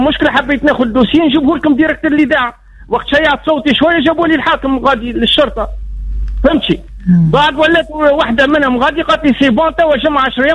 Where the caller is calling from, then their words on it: Sfax, Sfax Governorate, Tunisia; من صفاقس.